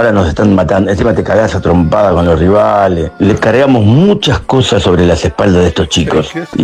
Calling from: Buenos Aires, Argentina; de Palermo

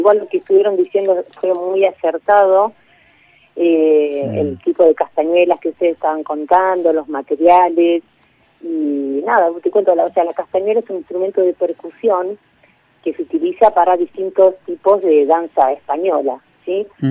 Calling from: Buenos Aires, Argentina; Soy de la ciudad de Buenos Aires.

